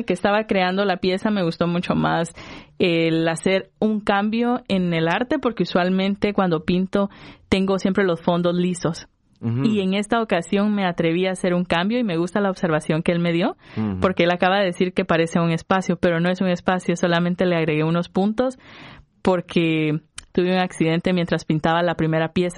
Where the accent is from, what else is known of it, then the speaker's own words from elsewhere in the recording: Guatemala; also born or lived in Los Angeles, United States; yo nací en Los Ángeles, pero crecí en Guatemala.